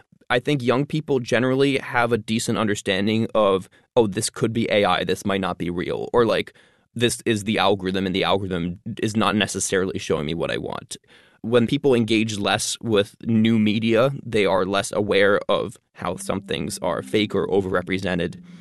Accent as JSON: {"language": "English", "town": "Albany", "region": "New York", "country": "United States", "tie": "born or raised there"}